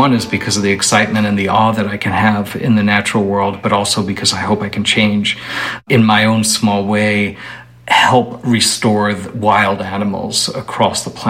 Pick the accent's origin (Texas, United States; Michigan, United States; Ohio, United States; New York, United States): New York, United States; New York City; moved away; I grew up in New York City.